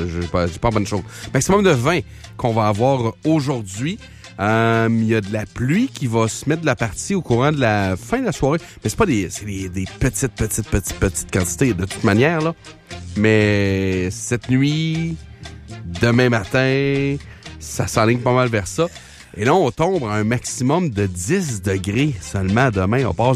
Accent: Gatineau, Quebec, Canada; Moi, je suis quelqu'un de Gatineau.

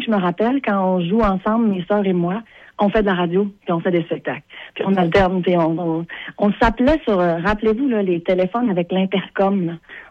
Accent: Quebec, Canada

